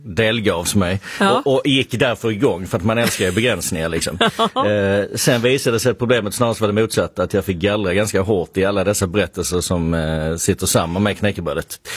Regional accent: Skåne, Sweden; Jag kommer från Skåne, så det är egentligen inte knäckeland så

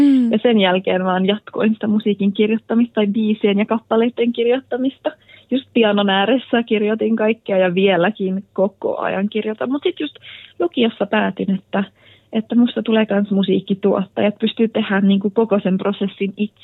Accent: Vaasa, Ostrobothnia, Finland; moved away as an adult; now in Sweden; lapsena näyttelin paljon täällä Vaasassa ja Vaasan kaupungin teatterissa

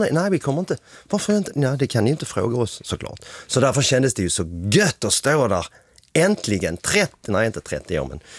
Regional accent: Helsingborg, Skåne, Sweden; Ja, landet. Vi kom ju inte från Stockholm, vi kom från Helsingborg.

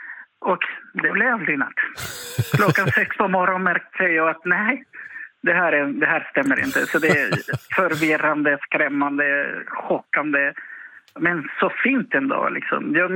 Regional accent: Barranquilla, Atlántico, Colombia; Swedish is a second language; moved away as an adult; now in Vilhelmina, Sweden; från min hemstad som heter Barranquilla och ligger i Vitkaribien.

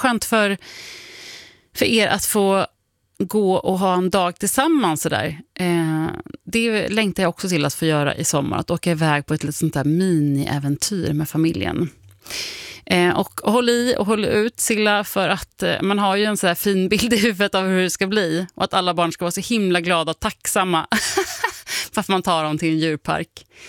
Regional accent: Uppsala, Uppsala County, Sweden; Ja, men vinka till Uppsala från mig, det är min hemstad.

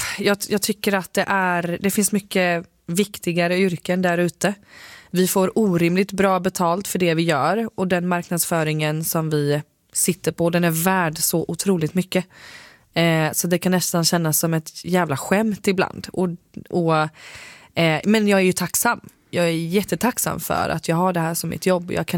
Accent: Skillingaryd, Jönköping County, Sweden; moved away; Jag är från Skillingaryd, en liten stad där utanför Jönköping.

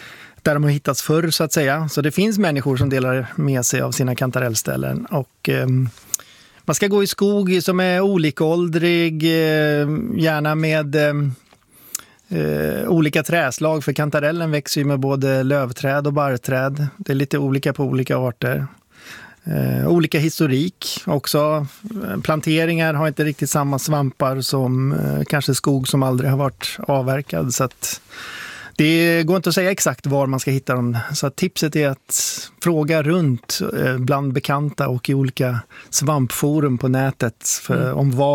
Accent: Sweden; Jag är svensk, det är hemligt.

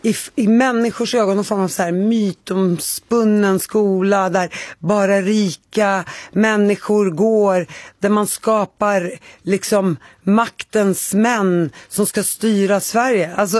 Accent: Palestine

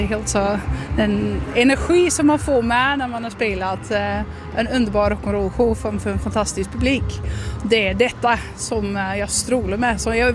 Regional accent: Netherlands; Swedish is a second language; now in Sweden; jag är också från Nederländerna.

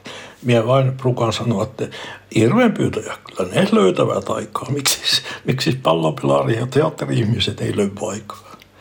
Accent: Lapland, Finland; vaikka mä olen Tornionlaaksosta ja puhun meidän kieltä.

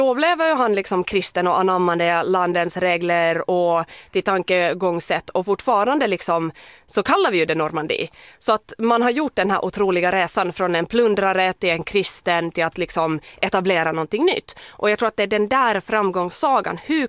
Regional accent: Finland; jag är ju finsk.

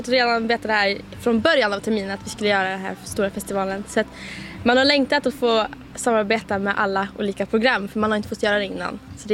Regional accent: Skellefteå, Västerbotten County, Sweden; Skellefteå.

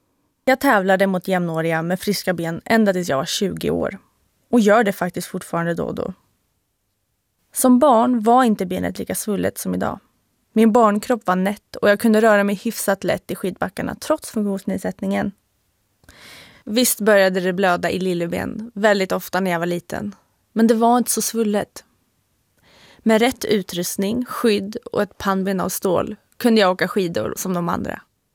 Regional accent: Norrköping, Östergötland, Sweden; Det var svårt att hålla vänskaper hemma i Norrköping vid liv.

